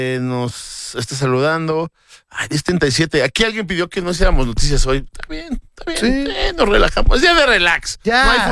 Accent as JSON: {"language": "Spanish", "country": "Mexico", "said": "Me dolió como mexicano."}